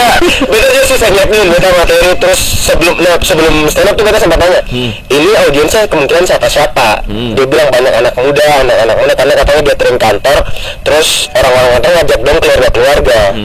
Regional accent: Buton, Southeast Sulawesi, Indonesia; misalnya kayak beta tuh dari Buton gitu-gitu kan.

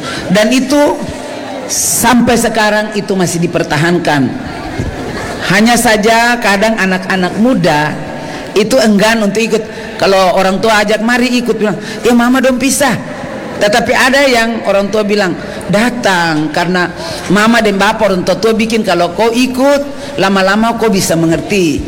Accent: Maluku, Indonesia; dalam budaya kita, dalam kebiasaan tradisi Kei

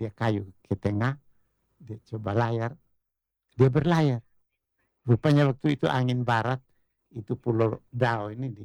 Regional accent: East Nusa Tenggara, Indonesia; sikap perilaku kita sebagai orang Sabu terlihat di dalam diri kita.

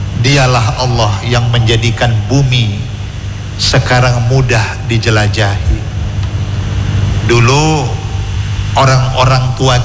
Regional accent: Medan, North Sumatra, Indonesia; now in Banda Aceh, Indonesia; Saya dari Medan datang ke Banda Aceh, saya pun harus menikmati apa makanan yang ada di Banda Aceh ini.

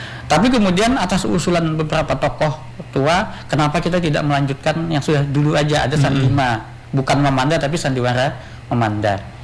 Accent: Banjar, South Kalimantan, Indonesia; born there; saya memang asli Banjar, ya, asli Banjar sama Rita juga

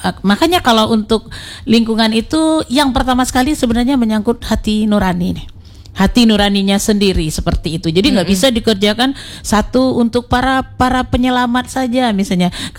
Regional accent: West Sumatra, Indonesia; now in Bangka Belitung, Indonesia; Karena memang saya bukan orang Bangka Belitung Pak. Saya adalah orang Sumatera Barat. Tapi munculnya di Bangka Belitung.

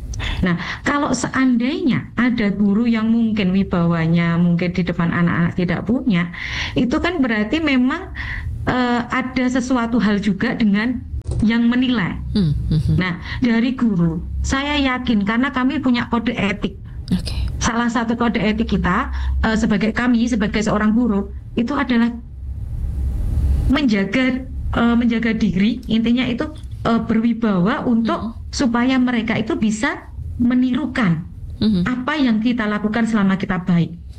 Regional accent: East Java, Indonesia; accent: medok; Saya dari Jawa Timur ya, Pak Fauzi ya. Mungkin bahasa saya sedikit medok nanti kalau didengarkan.

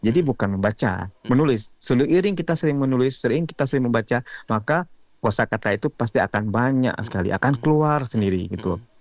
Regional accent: Aceh, Indonesia; now in Meulaboh, Indonesia; Saya itu aslinya Sama Tiga. Saya asli saya Sama Tiga. Kemudian saya mengajar di Mandua Aceh Barat. Terus kebetulan saat ini saya sudah berkeluarga dan tinggal di Melabu gitu. Tapi aslinya memang orang Sama Tiga asli gitu

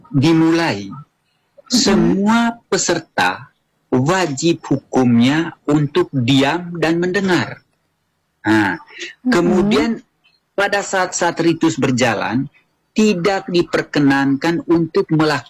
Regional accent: East Nusa Tenggara, Indonesia; Kalau selaku orang Manggarai, bagi orang-orang tua, memang dia pahami bahwa ada aturan-aturan khususnya.

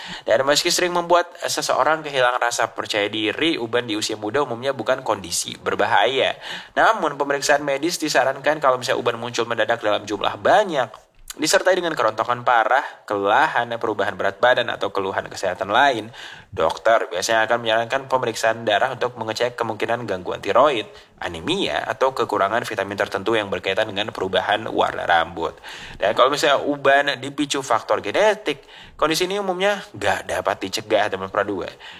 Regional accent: Indonesia; karena kita orang Indonesia, kita orang Asia

